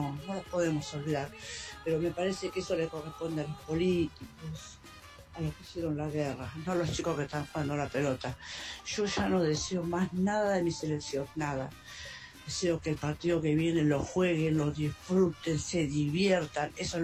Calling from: Merlo, Buenos Aires Province, Argentina; Hola, Latina … de Merlo.

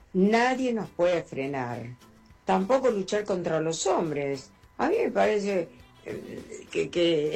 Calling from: Don Torcuato, Buenos Aires Province, Argentina; nuevamente … Don Torcuato

